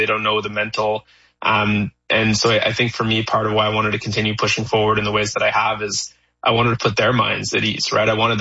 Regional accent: Canada; Yeah, both my parents are. I'm born and raised in Canada.

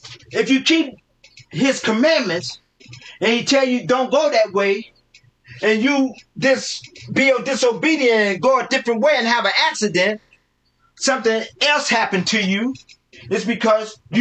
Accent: Oklahoma City, Oklahoma, United States; I'm talking about myself. I'm from Oklahoma City, Oklahoma.

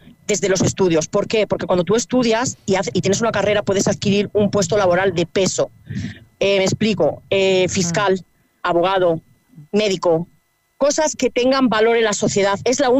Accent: Bilbao, Basque Country, Spain; moved away; Yo vengo de Bilbao, de una interculturalidad total

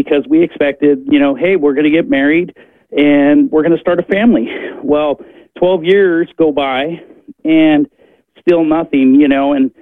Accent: Rancho Cucamonga, California, United States; from Rancho Cucamonga.

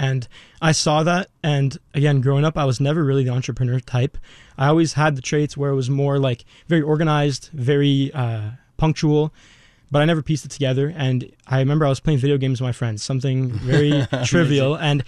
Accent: Montreal, Quebec, Canada; Yeah, so I was born here in Canada, in Montreal, in LaSalle. Grew up there

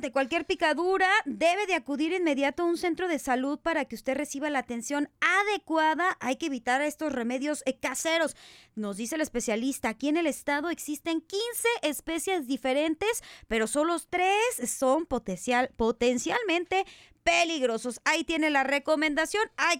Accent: Guadalajara, Jalisco, Mexico; Soy tapatía y de mucha honra y con todo el corazón

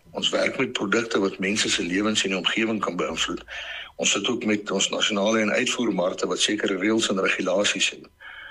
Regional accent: Bothaville, Free State, South Africa; toe kry ek weer die geleentheid om terug te kom hier, ek kom van Botawel af en ek het hier groot geword. Ek kry ook die geleentheid om weer terug te kom hierdie kant toe

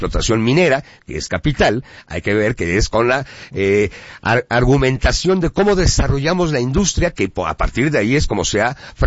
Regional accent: Puebla, Mexico; nosotros como poblanos

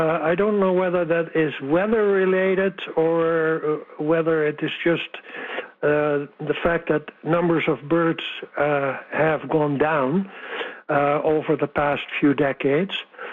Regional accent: Netherlands; moved away; I grew up in the Netherlands.

